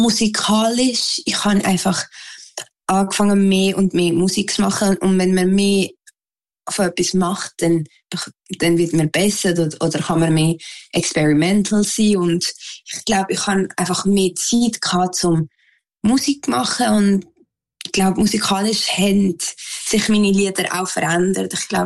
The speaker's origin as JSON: {"language": "German", "country": "Switzerland", "said": "ich bin halt Schweizerin, aber auch halb Kubanerin."}